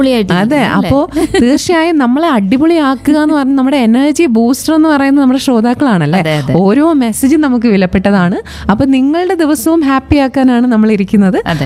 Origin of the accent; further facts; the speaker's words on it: Kollam, Kerala, India; നമ്മൾ കൊല്ലം സ്വദേശിയാണെന്ന് ഞാൻ വളരെ അഭിമാനത്തോടുകൂടി പറയുന്ന ഒരാളാണ്.